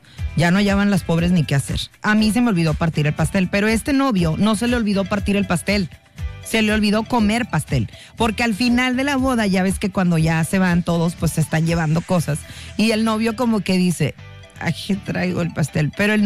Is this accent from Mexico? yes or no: yes; Ciudad Valles, San Luis Potosí, Mexico; Porque yo soy de Valles, pero estudié en Ciudad Mante. Pero crecí. No es cierto. No, yo soy de Ciudad Valles. Siempre voy a ser de Ciudad Valles.